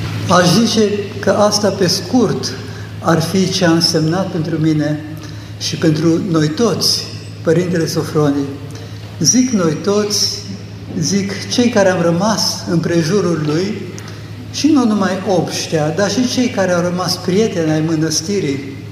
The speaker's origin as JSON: {"language": "Romanian", "country": "Romania", "tie": "born there", "moved": "as an adult", "said": "născut fiind în pământurile astea și din neamul acesta românesc"}